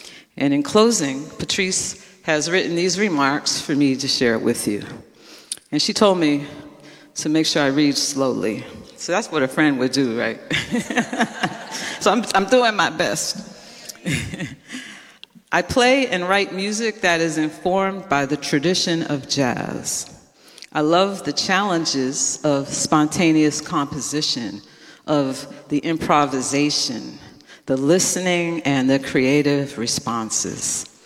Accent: East Coast, United States; moved away; also born or lived in New York; I was from the East Coast

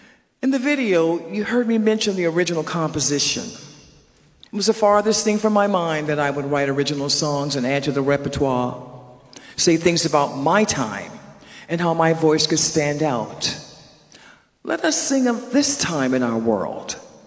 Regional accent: Perrine, Florida, United States; Some of my earliest childhood memories in my hometown of Perrine in Richmond Heights, Florida, are on Sunday mornings listening to my grandmother lead the church in song and praise

